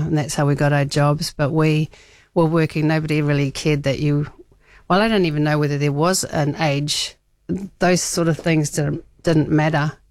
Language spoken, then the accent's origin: English; Hastings, Hawke's Bay, New Zealand; I was born in Hastings in the 1900s, which seems like such a long time ago. It was such a long time ago. And, yeah, grew up in Hastings.